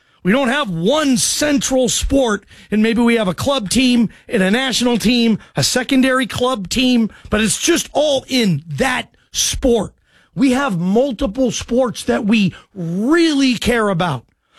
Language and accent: English; Seattle, Washington, United States; I'm from Seattle.